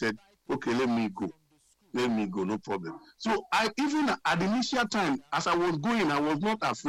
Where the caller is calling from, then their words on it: Ikeja, Lagos, Nigeria; I'm calling from Ikeja.